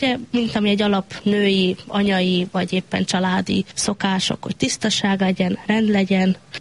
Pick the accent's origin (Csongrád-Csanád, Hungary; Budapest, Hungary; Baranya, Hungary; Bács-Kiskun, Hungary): Budapest, Hungary; Hát igazából én itt nőttem föl